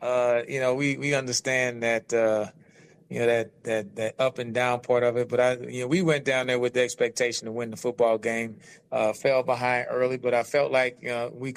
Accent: New Orleans, Louisiana, United States; And I'm from New Orleans, right?

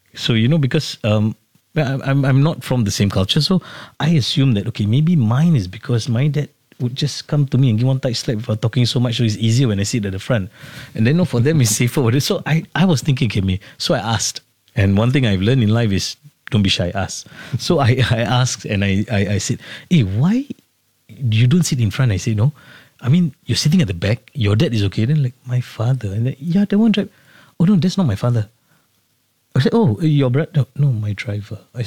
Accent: Hougang, Singapore; So where I grew up in Hougang, it's you don't see this kind of cars everywhere.

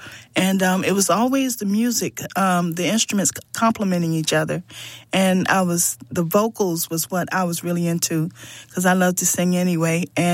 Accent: Manning, South Carolina, United States; born there; now in Columbia, United States; Well, I was born in Manning, South Carolina. That's Clarendon County.

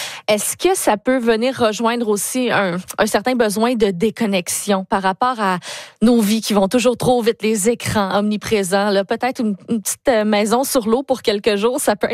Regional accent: Lévis, Quebec, Canada; Moi, je viens de Lévis là, pour la petite histoire.

